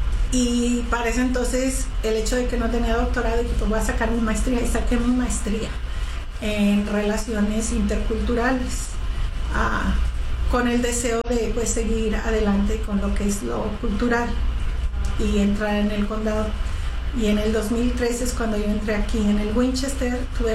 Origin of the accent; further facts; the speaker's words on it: Zacatecas, Mexico; moved away as an adult; now in Las Vegas, United States; yo nací en Zacatecas, una ciudad muy cultural, muy llena de historia, que en realidad inspira a lo que es la creatividad y el arte